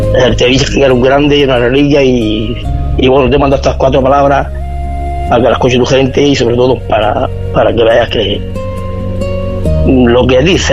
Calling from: Huércal de Almería, Andalusia, Spain; de Huerca de Almería.

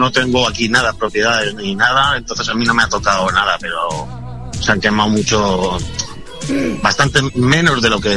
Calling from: Casillas, Spain; En casa, en Casillas.

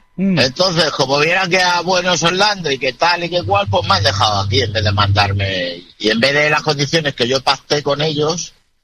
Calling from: Puertollano, Castilla-La Mancha, Spain; yo en mi pueblo, en Puerto Llano

